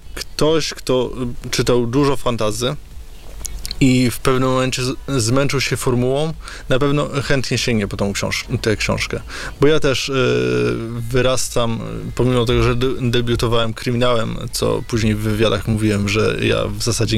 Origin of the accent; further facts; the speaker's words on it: Pomeranian Voivodeship, Poland